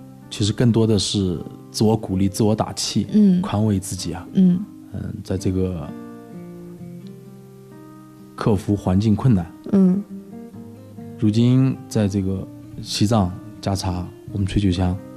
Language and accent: Chinese; Anhui, China; now in Gyaca, Tibet, China; 我的老家安徽